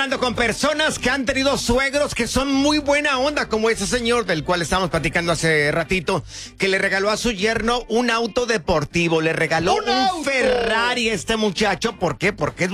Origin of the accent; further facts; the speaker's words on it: Aguascalientes, Mexico; Así somos todos los de Aguascalientes.